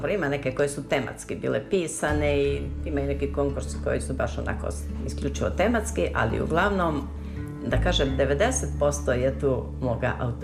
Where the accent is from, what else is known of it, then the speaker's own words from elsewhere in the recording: Šljivovica, Zlatibor District, Serbia; now in Užice, Serbia; Moje rodno selo Šljivovica nalazi se na padinama Zlatibora. I ja sam kao dete tu i rasla i odrasla